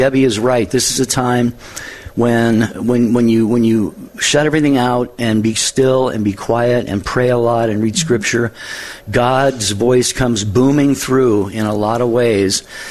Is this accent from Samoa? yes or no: yes; Samoa; now in Texas, United States; raised in a Catholic church in Samoa, and I'm listening from Texas